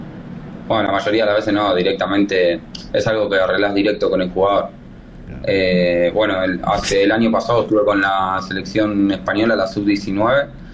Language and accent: Spanish; Quilmes, Buenos Aires Province, Argentina; moved away as an adult; now in Madrid, Spain; yo soy allá de Argentina, de Quilmes